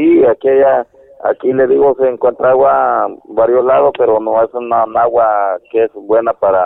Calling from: Alianza, Valle, Honduras; De aquí, de Valle, Alianza Valle.

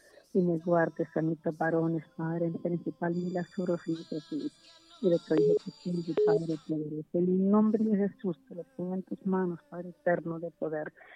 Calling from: San Rafael, Lempira, Honduras; San Pedrito, San Rafael, Lempira.

